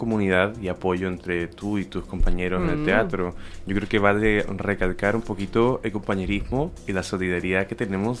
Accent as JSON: {"language": "Spanish", "country": "Chile", "tie": "born or raised there", "moved": "yes"}